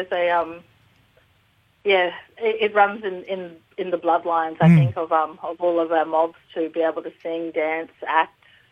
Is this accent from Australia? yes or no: yes; Queensland, Australia; I'm a Cubby Cubby, Bayili, Birri and Southsea Island woman, and I live in Redcliffe on my father's country